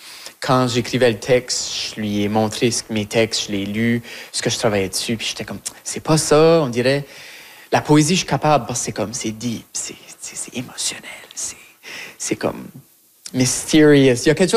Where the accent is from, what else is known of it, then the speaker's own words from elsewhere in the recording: Shediac, New Brunswick, Canada; Moi, je viens de Shediac, comme... OK.